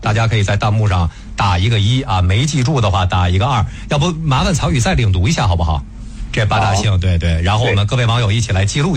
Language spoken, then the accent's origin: Chinese; China; 我们中国人讲姓氏